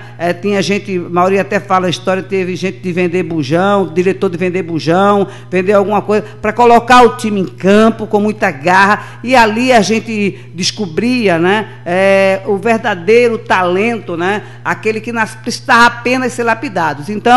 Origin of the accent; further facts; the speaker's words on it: Brazil; a gente, como brasileiro